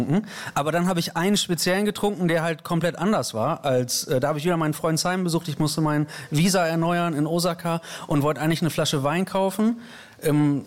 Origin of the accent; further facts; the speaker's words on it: Osnabrück, Lower Saxony, Germany; moved away; Ich komme aus Osnabrück